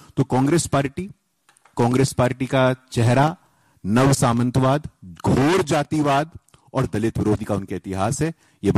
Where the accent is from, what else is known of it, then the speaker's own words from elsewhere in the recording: Bihar, India; मैं बिहार का रहने वाला हूं